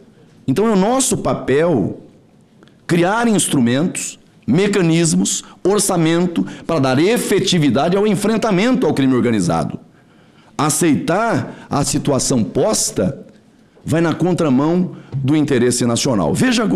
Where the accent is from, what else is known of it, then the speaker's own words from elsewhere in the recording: Rondônia, Brazil; é um problema que chegou lá no meu estado de Rondônia.